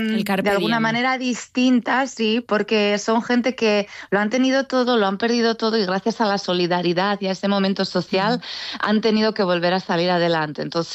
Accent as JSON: {"language": "Spanish", "town": "Zaragoza", "region": "Aragon", "country": "Spain", "moved": "yes", "lives_now": "Croatia", "said": "a veces los grupos cuando se enteran que soy de Zaragoza me cantan alguna jota"}